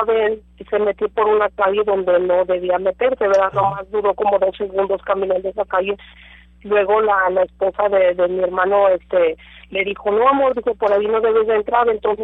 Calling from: Matamoros, Tamaulipas, Mexico; somos de aquí de Matamoros

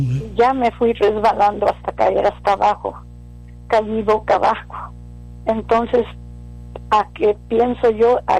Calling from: Mission, Texas, United States; De aquí, de Misión.

